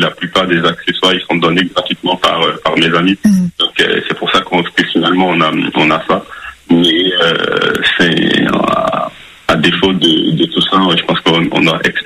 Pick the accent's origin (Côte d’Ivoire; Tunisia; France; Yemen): Côte d’Ivoire; moved away; moi je viens de Côte d'Ivoire. Moi, j'ai grandi dans une ville où il n'y avait pas de cinéma.